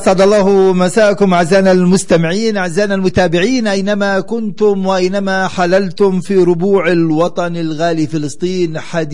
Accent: Palestine; يعني بيأثر فينا كفلسطينيين بنعيش على هذه البقعة من الأرض

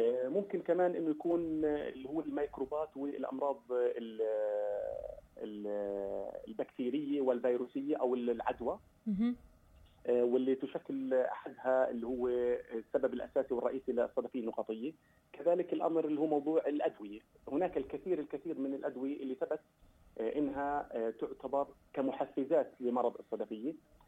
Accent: Palestine; طبعا احنا عندنا بفلسطين

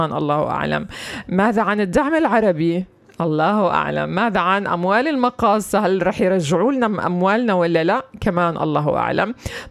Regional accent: Palestine; احنا عنا كفلسطينيين

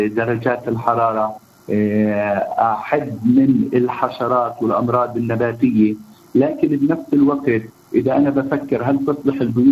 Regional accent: Palestine; إحنا كفلسطينيين

